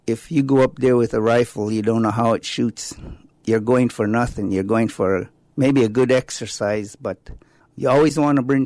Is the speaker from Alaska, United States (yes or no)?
yes; Chilkat Valley, Alaska, United States; born or raised there